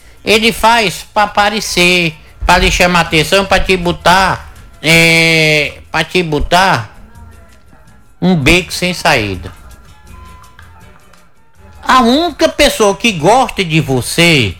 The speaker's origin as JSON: {"language": "Portuguese", "country": "Brazil", "said": "Eu sou brasileiro, gosto do Brasil e torço pelo Brasil."}